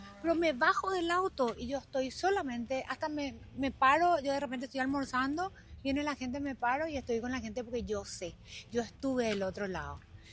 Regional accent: Paraguay; Quiero hacer podio en mi país, realmente te digo.

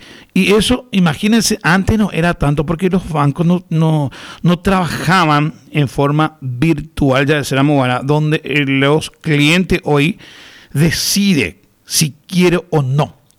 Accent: Paraguay

